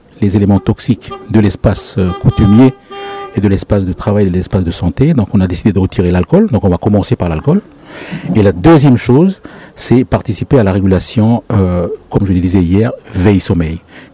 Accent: Lifou, Loyalty Islands Province, New Caledonia; Donc, nous sommes des Mélanésien. Moi, je suis mélanésien d'origine de l'Ifou.

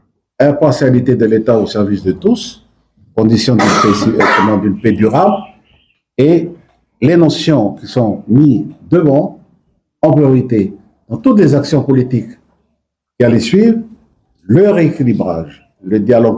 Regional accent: New Caledonia; nous, les Kanaks

